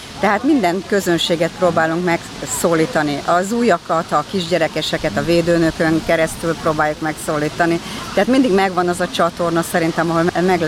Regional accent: Ercsi, Fejér, Hungary; Én úgy érzem, hogy hiába vagyunk Ercsiben, városban. Én faluban nőttem fel, Ercsi nagyközség, falu nagyközség.

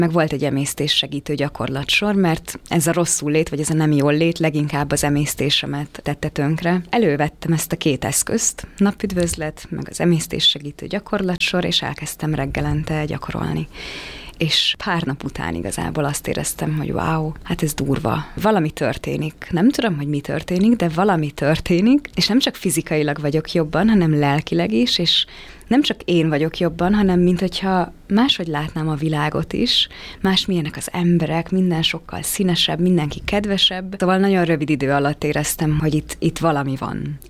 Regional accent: Ajka, Veszprém County, Hungary; moved away as an adult; now in Budapest, Hungary; én 18 évesen költöztem fel Budapestre. Kerestem magamat. Vidéken éltem egyébként, Ajkán egy kisvárosban, ahol nem volt túl sok opció

